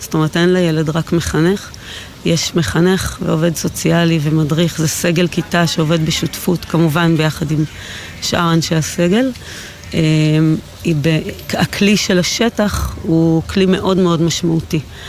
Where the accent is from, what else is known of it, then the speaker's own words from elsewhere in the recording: Gaza Strip, Palestine; now in Sderot, Israel; לא, לא, אני לא... גדלתי בגוש קטיף